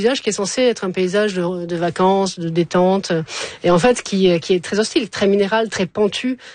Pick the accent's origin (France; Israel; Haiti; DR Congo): France; Montpellier, Occitanie; born there